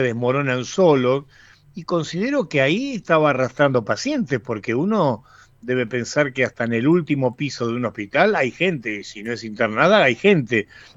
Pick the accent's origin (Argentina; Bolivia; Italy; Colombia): Argentina; San Juan; born there; a mí me tocó muy de pibe vivir los terremotos en San Juan, pero era muy pibe